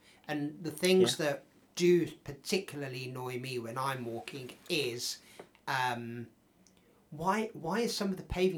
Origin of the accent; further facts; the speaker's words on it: London, United Kingdom; moved away; I grew up in North London. I used to roll down Alexandra Palace.